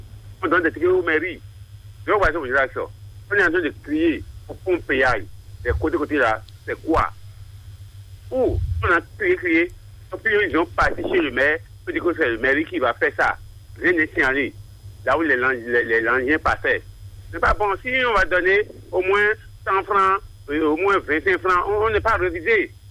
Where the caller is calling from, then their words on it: Ouidah, Atlantique, Benin; Je vous appelle de Ouida Kati Soubadi.